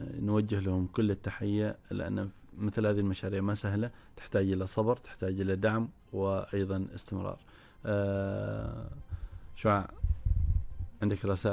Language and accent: Arabic; Oman; عندنا في عمان